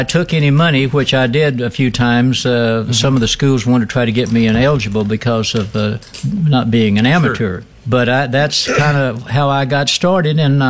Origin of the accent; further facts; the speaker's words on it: Breckenridge, Texas, United States; I was born in Breckenridge, Texas, back in 1932.